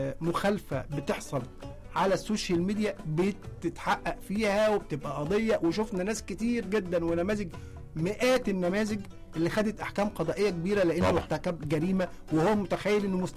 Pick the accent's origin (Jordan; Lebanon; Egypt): Egypt; انا مواطن مصري